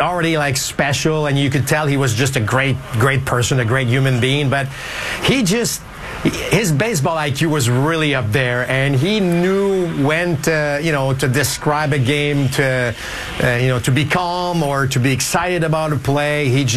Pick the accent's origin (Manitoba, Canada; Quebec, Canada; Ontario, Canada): Quebec, Canada; Quebec City; I'm from Quebec City, so I didn't get a chance to go to the Olympic Stadium many times